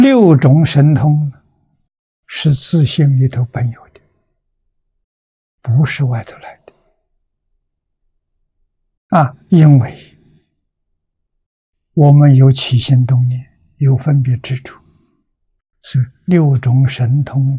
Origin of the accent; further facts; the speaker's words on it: China; 自以为是，那我们中国人叫成见